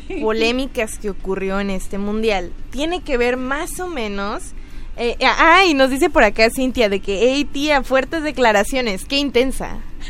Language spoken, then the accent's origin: Spanish; Mexico; algunos motivos que como mexicanos ya conocemos